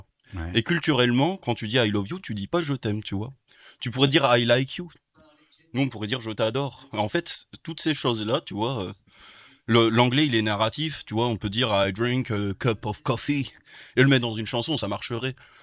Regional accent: France; nous, ce qu'on écoute de la musique country quand on est français

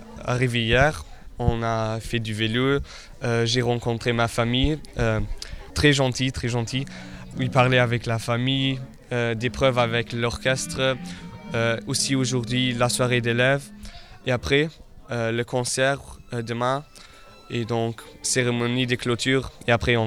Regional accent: Luxembourg; now in Vianden, Luxembourg; je suis du Luxembourg, j'habite à Vianden, je vais au lycée classique à Dikirch

